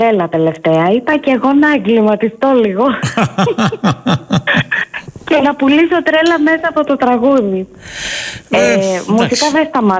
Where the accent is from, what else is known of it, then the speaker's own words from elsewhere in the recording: Thessaloniki, Central Macedonia, Greece; Ναι, είμαι γέννημα φρέμα Θεσσαλονικιά. Απλά οι περισσότεροι νομίζουν ότι είμαι από τις Σέρες. Οι γονείς μου είναι από τις Σέρες.